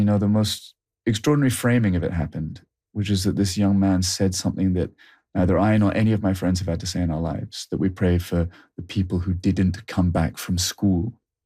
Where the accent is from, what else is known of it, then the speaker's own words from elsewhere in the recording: United Kingdom; now, because I'm a Brit, I was nervous I was going to get dehydrated or something would go wrong